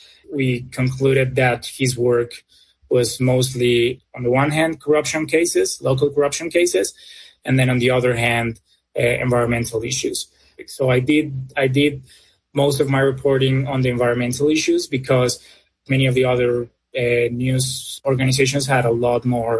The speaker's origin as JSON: {"language": "English", "country": "Colombia", "said": "I'm a journalist from Colombia."}